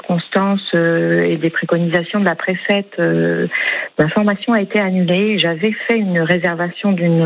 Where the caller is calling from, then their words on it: Pays de la Loire, France; je vous appelle depuis Saint-Pluche-sur-Loire, qui est une commune limitrophe de Nantes.